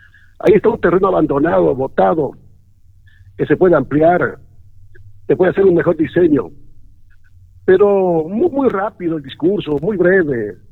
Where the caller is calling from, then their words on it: Chuquiribamba, Loja, Ecuador; Yo soy de Chuquibamba, amigo mío.